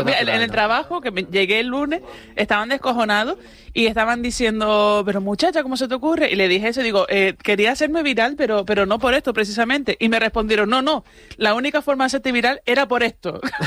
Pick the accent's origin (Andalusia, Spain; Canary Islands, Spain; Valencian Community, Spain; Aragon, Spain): Canary Islands, Spain; yo, por ejemplo, soy canaria, pero mi familia por parte de madre, totalmente peninsular, pero con mezcla, ¿no? O sea, Madrid, Córdoba, Castilla y León.